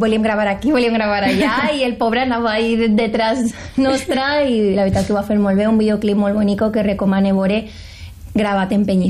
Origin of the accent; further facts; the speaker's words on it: Paiporta, Valencian Community, Spain; esteu tots i totes convidats a un festival que faran en el meu poble, en Paiporta, sobre la Dana, per a recaudar fondos, i ahí estaré cantant les meues cançons.